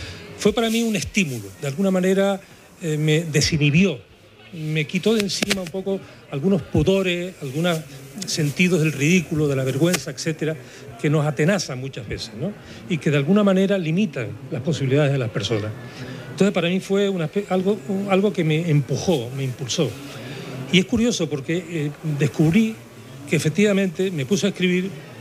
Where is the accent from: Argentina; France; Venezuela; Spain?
Spain; San Cristóbal de La Laguna, Canary Islands; also born or lived in Tijoco de Abajo, Adeje; allí, naturalmente, donde yo nací, ¿no? No podía ser de otra forma. Y realmente estuve unos meses en Tijoco, ¿no? Toda mi vida la he desarrollado en La Laguna, en realidad. O sea, que me siento realmente, fundamentalmente lagunero